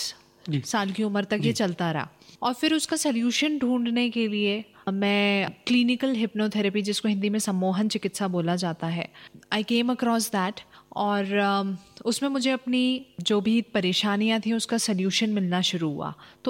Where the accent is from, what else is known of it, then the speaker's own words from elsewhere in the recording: Bhopal, Madhya Pradesh, India; मेरा जन्म भोपाल में ही हुआ, मैं भोपाल में ही पली बड़ी हूँ। स्कूलिंग, कॉलेज सब मेरा भोपाल से ही हुआ।